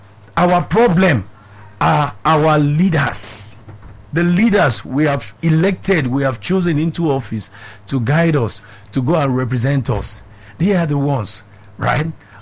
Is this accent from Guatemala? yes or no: no; Nigeria; As a Nigerian, that spirit is in you.